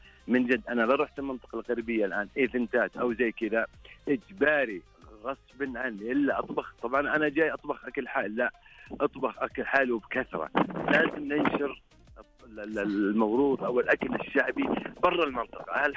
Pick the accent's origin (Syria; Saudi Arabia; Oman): Saudi Arabia; Ha'il, Ha'il Province; متواجدين عندنا في حائل